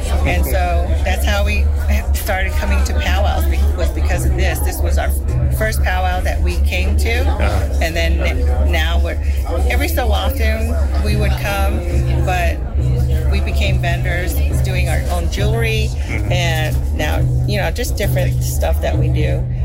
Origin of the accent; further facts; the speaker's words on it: Shiprock, New Mexico, United States; now in Newhall, United States; I'm originally from Shiprock as well, but I live in Newhall, California now.